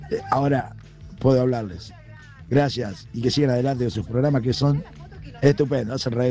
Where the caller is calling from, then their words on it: Rufino, Santa Fe, Argentina; de Rufino.